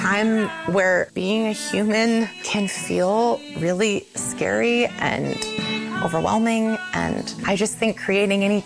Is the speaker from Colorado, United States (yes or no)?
no; Sleetmute, Alaska, United States; I grew up here in Alaska in a village called Sleep Mute.